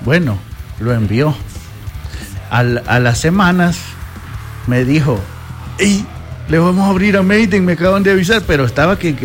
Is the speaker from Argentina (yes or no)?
no; El Salvador; nosotros somos unos salvadoreños, no nos creemos de menos de nada, ¿verdad?